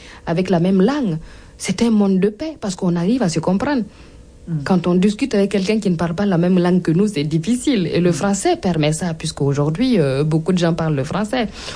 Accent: Burkina Faso; now in France

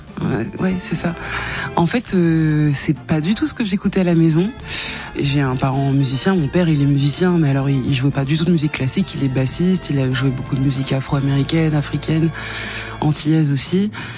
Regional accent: Lyon, Auvergne-Rhône-Alpes, France; Je suis née à Lyon et j'avais vécu qu'à Lyon jusque-là.

